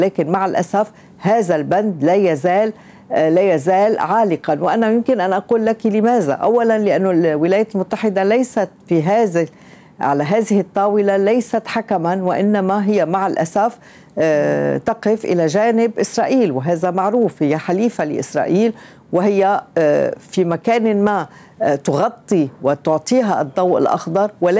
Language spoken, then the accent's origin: Arabic; Lebanon; نحن كلبنانيين